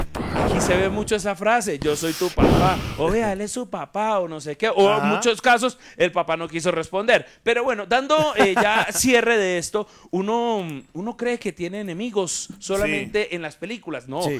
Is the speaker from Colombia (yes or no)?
yes; Colombia